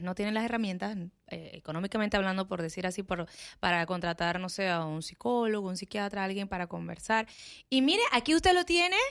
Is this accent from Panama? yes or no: yes; Panama; Yo como panameña